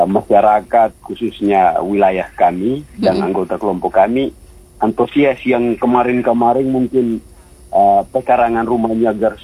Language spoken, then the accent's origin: Indonesian; Kupang, East Nusa Tenggara, Indonesia; Saya dari Kelurahan Naioni.